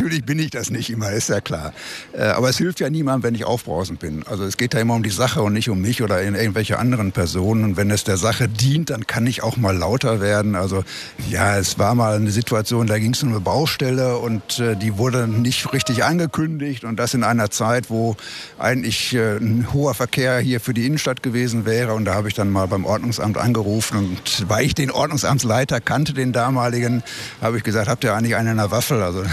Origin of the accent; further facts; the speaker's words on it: Dortmund, North Rhine-Westphalia, Germany; Ich bin Dortmunder und bleibe Dortmunder, ja.